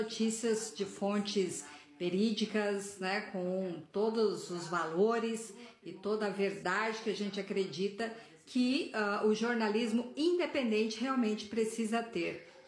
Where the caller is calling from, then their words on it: Taubaté, São Paulo, Brazil; Aqui em casa, em Taubaté